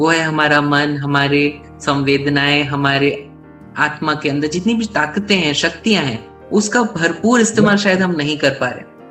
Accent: Chhattisgarh, India; born there; मैं छत्तीसगढ़ में पैदा हुआ हूँ, अमरकंटक बिलासपुर के बिल्कुल नजदीक है

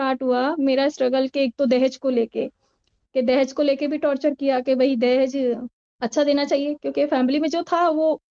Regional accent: Ajmer, Rajasthan, India; मैं अजमेर राजस्थान से हूँ और मैं जिस समाज की महिला हूँ, पहले तो मैं अपने बारे में बताऊंगी कि जिस समाज से आती हूँ, मैं मुस्लिम तबके से आती हूँ, मुस्लिम तबके की महिला हूँ मैं।

